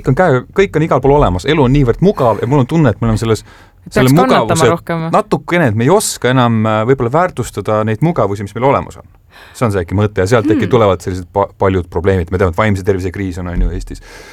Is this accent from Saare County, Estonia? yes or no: no; Võru, Võru County, Estonia; now in Tallinn, Estonia; ma ise olen pärit siis Võru linnast ja tegelikult, noh, kuidas ma ütlen, minu vanemad on rääkinud mulle setukultuurist väga palju ja kui ma nüüd Tallinnasse hilisemas elus olen sattunud